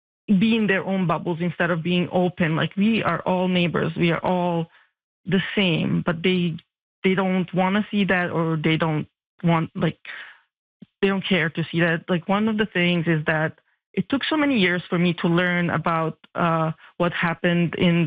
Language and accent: English; Bosnia & Herzegovina; now in Vancouver, California, United States; I came to Canada as a refugee from the Bosnian War